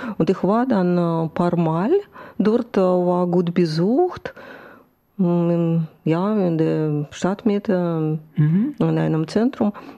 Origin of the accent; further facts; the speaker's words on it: Saint Petersburg, Russia; Das ist St. Petersburg, meine Heimatstadt.